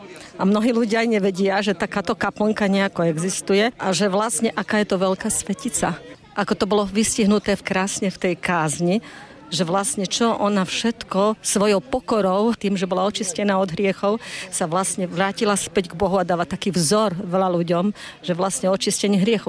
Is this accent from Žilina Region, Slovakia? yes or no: no; Radošovce, Trnava Region, Slovakia; Som z Radošoviec